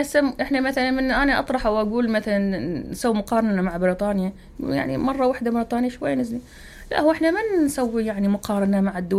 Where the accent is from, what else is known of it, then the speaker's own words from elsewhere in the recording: Hilla, Babil, Iraq; يعني احنا عندنا بالحلة